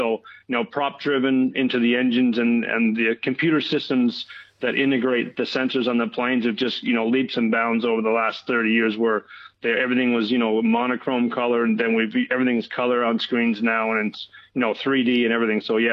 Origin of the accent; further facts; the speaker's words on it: Canada; moved away as an adult; now in Adelaide, Australia; And then when I grew up in Canada, when I was in my 20s playing in those, I guess, small towns, there was 50,000 people and there was six rinks.